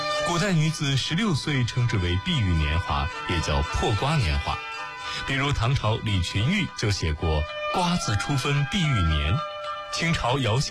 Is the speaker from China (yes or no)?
yes; China